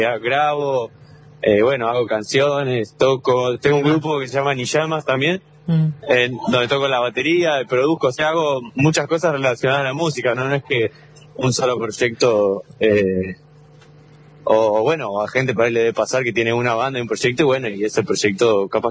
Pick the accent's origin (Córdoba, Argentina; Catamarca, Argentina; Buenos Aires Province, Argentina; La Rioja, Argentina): Córdoba, Argentina; now in Santa Rosa, Argentina; Sí, soy cordobés, en realidad, pero estoy radicado ahí, en Santa Rosa.